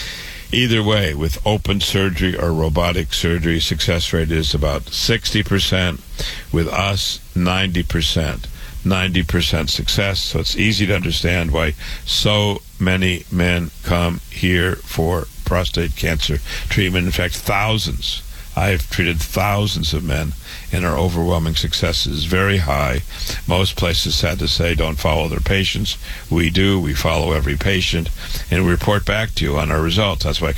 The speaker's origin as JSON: {"language": "English", "town": "Waterloo", "region": "Iowa", "country": "United States", "tie": "born or raised there", "said": "I was born and raised in Waterloo, Iowa. I went to public school."}